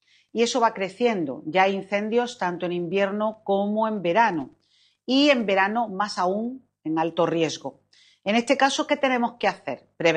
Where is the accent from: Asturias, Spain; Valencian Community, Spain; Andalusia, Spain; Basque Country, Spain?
Andalusia, Spain; En Andalucía, en mi tierra